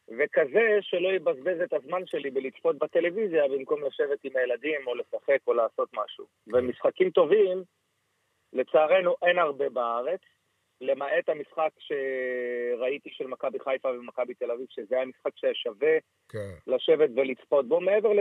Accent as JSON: {"language": "Hebrew", "town": "Ashdod", "region": "Southern District", "country": "Israel"}